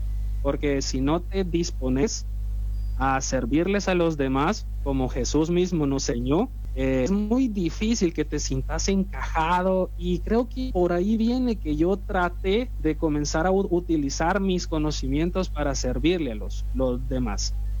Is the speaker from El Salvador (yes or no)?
yes; El Salvador; born there; Soy salvadoreño de nacimiento, vivo en El Salvador también, aunque por diversos motivos, por lugares donde Dios y la evangelización me han llevado, me considero un costarricense y un guatemalteco más.